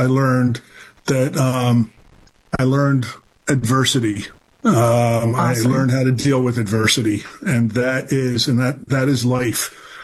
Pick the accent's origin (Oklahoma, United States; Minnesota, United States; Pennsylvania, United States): Pennsylvania, United States; Philadelphia; I'm from Philadelphia, born and raised in Philadelphia, and I have three sisters, and I have two older and one younger.